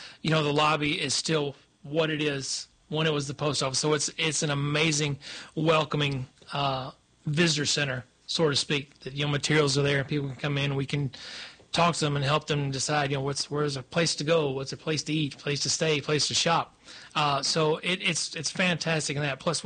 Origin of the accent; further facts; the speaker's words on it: Kentucky, United States; moved away as an adult; now in Wilson County, United States; I grew up right outside of Owensboro, Kentucky. Went to school at Western Kentucky University. I've been in Wilson County for, halfway into 26 now, so about 26 years I've been in Wilson County.